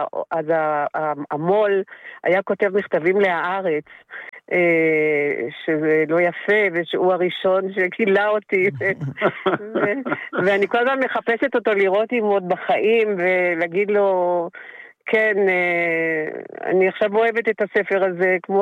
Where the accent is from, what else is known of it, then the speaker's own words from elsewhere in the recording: Gedera, Central District, Israel; אני גדלתי בגדרה